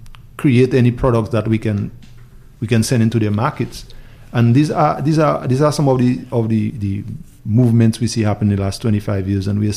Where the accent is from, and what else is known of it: Dominica